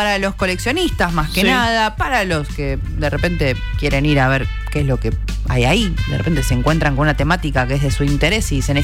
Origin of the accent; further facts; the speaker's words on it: Argentina; somos todos argentinos